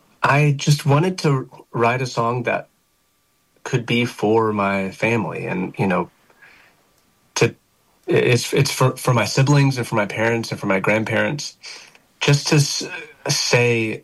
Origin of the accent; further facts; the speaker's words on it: Arkansas, United States; moved away; growing up in Arkansas with my family.